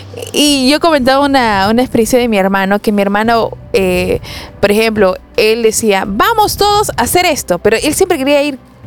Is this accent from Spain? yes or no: no; Peru; nosotros como peruanos